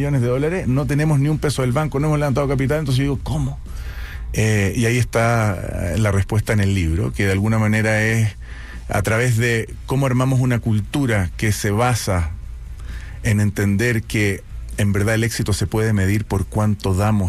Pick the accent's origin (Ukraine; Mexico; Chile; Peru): Chile; also born or lived in Israel; somos inmigrantes, mi madre viene de Marruecos, mi padre de Alemania, yo nací en Israel, o sea, olvídate, habíamos llegado a Chile